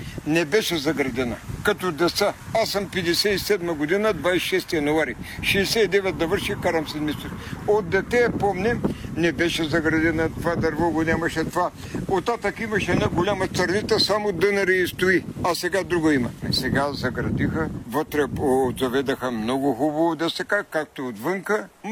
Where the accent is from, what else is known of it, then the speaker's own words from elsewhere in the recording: Velika, Burgas Province, Bulgaria; born there; 26 януари 57 година. Тук съм роден във Велика.